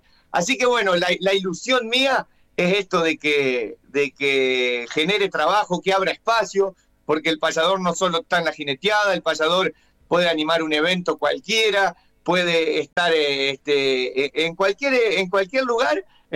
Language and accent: Spanish; Santa Fe, Argentina; Después tengo mi repertorio como chamamecero, porque soy del norte de Santa Fe.